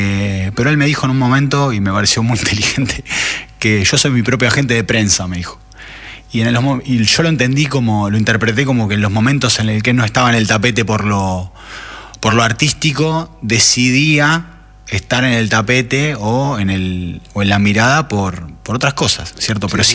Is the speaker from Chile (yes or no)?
no; Buenos Aires, Argentina; Yo viví toda mi vida en el barrio del Abasto